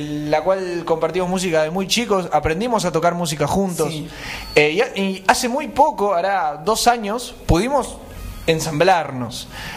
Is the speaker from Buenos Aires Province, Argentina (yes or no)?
yes; Morón, Buenos Aires Province, Argentina; Nosotros somos del oeste, somos de Morón.